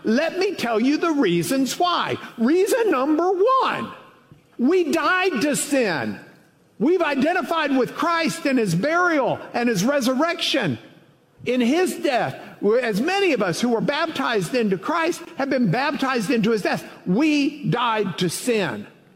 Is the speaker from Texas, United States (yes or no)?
yes; Lubbock, Texas, United States; Where I grew up in Lubbock, no way.